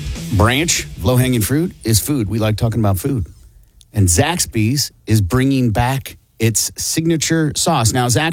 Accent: Iowa, United States; And growing up in Iowa, they put ketchup on everything.

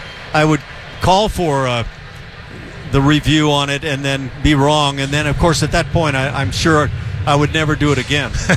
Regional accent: Los Angeles, California, United States; I grew up as a big Dodger fan in L.A.

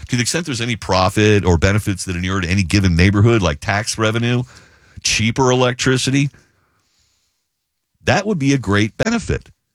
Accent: United States; born there; We here in the United States, and we're blessed to have been born in this country.

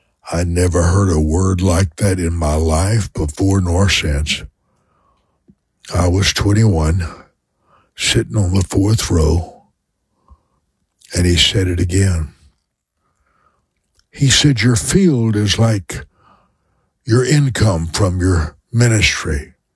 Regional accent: Lake Charles, Louisiana, United States; I drive back home to my hometown where I was born, Lake Charles, Louisiana.

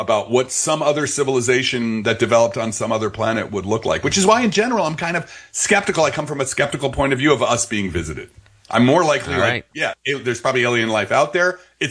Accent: Belleville, New Jersey, United States

